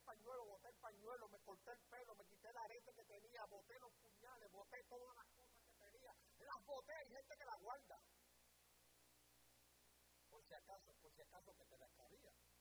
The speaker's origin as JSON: {"language": "Spanish", "town": "Caguas", "country": "Puerto Rico", "said": "Tenía 13 años, pero como los puertorriqueños crecemos, ya yo me creía con 13 años"}